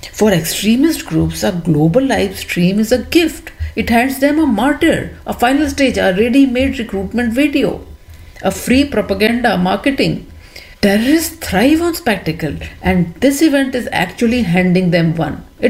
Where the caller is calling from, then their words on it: New Delhi, Delhi, India; I'm calling from New Delhi, India.